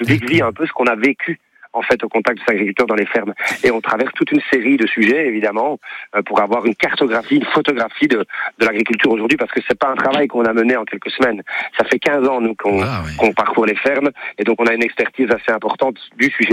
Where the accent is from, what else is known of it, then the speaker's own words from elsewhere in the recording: Belgium; on est belge. Toute l'équipe de tournée ici avec nous, on est tous belges